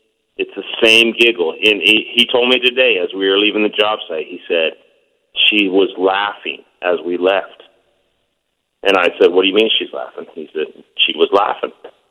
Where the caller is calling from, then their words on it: Oahu, Hawaii, United States; We live on Oahu.